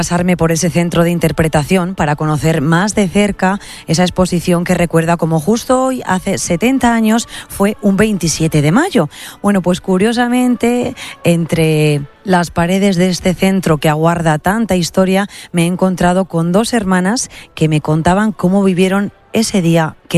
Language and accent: Spanish; Albacete, Castilla-La Mancha, Spain